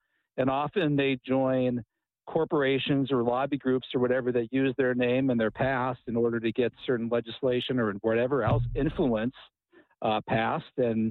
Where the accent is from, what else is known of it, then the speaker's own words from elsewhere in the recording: Butler, Pennsylvania, United States; I grew up in Butler, Pennsylvania in the 1980s.